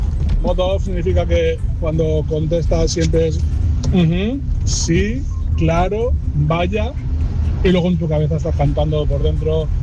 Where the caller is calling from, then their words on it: Mallorca, Balearic Islands, Spain; taxista de Mallorca.